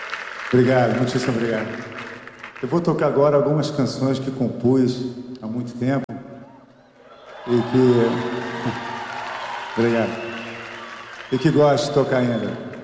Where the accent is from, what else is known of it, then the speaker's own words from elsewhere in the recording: São João del Rei, Minas Gerais, Brazil; Isso me lembra muito minha terra, São João del Rei